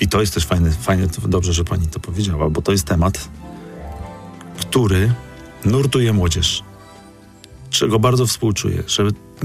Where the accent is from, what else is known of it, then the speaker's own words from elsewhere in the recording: Warmian-Masurian Voivodeship, Poland; pochodzę z Mazur, pochodzę z Warmii i Mazur, nie? Z małego miasta.